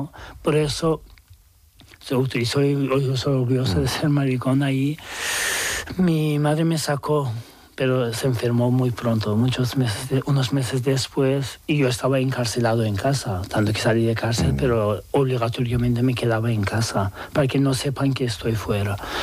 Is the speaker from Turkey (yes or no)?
yes; Turkey; Spanish is a second language; now in Spain; igual que seas también turco, porque digo, soy turco y podía pasar más fácil que el otros muchos, pero de igual forma molestaban mucho y querían deportarme a Irán. Que una persona de repente como un ángel llevó y me ayudó a venirme a España.